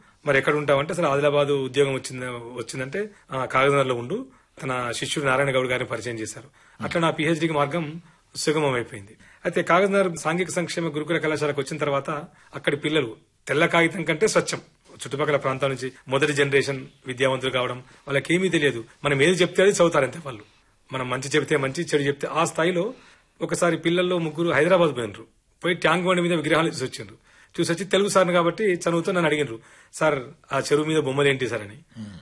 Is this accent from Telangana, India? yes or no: yes; Sircilla, Telangana, India; నేను పుట్టింది పెరిగింది సిరిసిల్లలో.